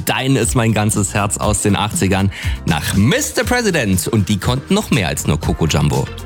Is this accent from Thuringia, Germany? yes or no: yes; Thuringia, Germany; Meine Heimat.